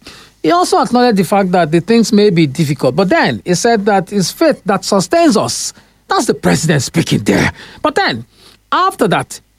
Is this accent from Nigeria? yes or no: yes; Nigeria; Well, as a Nigerian, I'm always interested in speeches.